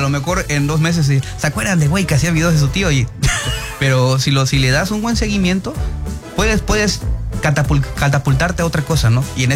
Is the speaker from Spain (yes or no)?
no; Tuxtepec, Oaxaca, Mexico; Yo soy originario de Tuxtepec, Oaxaca.